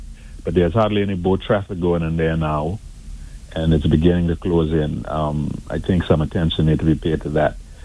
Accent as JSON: {"language": "English", "region": "North Caicos", "country": "Turks & Caicos Islands", "tie": "born or raised there", "said": "I grew up in North"}